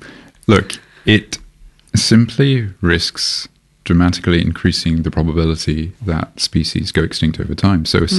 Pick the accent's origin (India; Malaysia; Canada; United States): Malaysia; now in Australia; I'm originally from Malaysia. Despite my very Western name, I am mixed race, and I grew up there